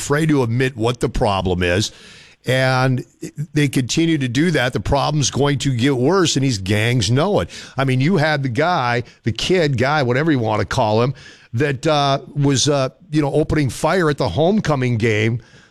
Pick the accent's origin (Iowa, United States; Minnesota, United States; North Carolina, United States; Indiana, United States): Minnesota, United States; It's my home state.